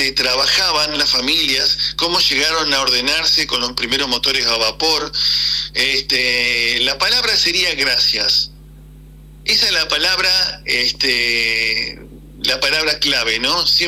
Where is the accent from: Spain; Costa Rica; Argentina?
Argentina; Spatzenkutter, Entre Ríos; como conozco las calles de mi pueblo, me imagino cómo llegaron a Spassenguter.